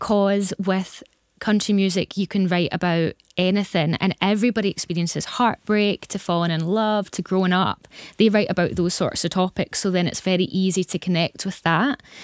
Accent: Scotland, United Kingdom; But just also being a Scottish artist trying to do country

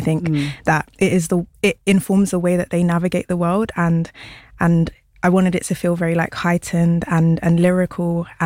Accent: London, United Kingdom; So I'm personally from South East London. Mm-hmm. I've spent most of my time before like university in South East London. I've lived in loads of places across it, but I think the place that shaped me the most was probably New Cross.

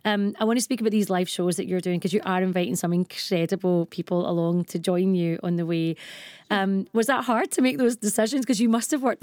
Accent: Glasgow, Scotland, United Kingdom; And I remember being younger, growing up in Glasgow and learning the violin and looking at trad music

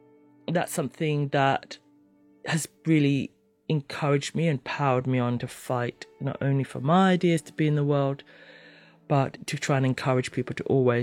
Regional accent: Kenya; born there; also born or lived in St. Kitts; So my mum was from St. Kitts, which is why I ended up in St. Kitts. My dad's Kenyan. I was born in Kenya.

